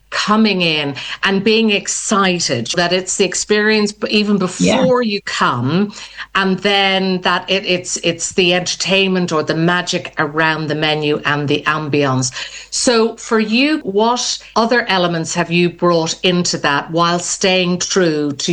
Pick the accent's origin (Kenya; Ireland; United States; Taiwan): Ireland; now in Sussex, United Kingdom; I'm Irish.